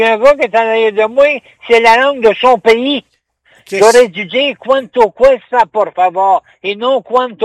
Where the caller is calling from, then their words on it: Quebec, Canada; J'ai dit non, je suis Québécois.